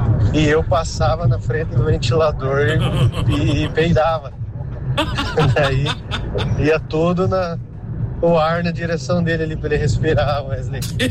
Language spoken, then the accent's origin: Portuguese; Londrina, Paraná, Brazil; now in Curitiba, Brazil; Eu cresci em Londrina, né? Um lugar muito quente.